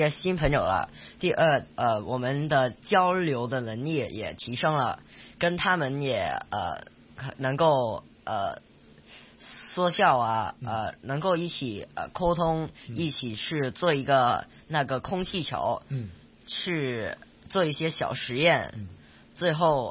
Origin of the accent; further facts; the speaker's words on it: Hong Kong; 我们香港人说广东话